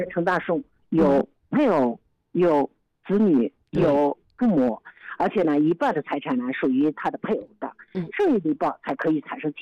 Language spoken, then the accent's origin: Chinese; Inner Mongolia, China; 咱们内蒙古人